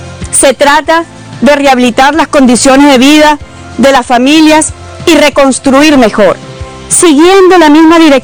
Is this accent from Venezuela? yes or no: yes; Venezuela